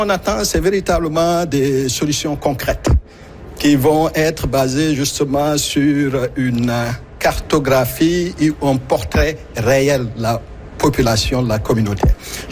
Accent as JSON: {"language": "French", "region": "Ontario", "country": "Canada", "said": "Il faut rappeler que je suis franco-ontarien d'origine immigrante."}